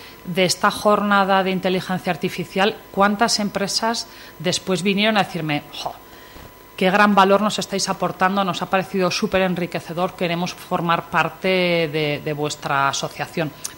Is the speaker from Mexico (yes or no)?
no; Calatayud, Aragon, Spain; desde Calatayud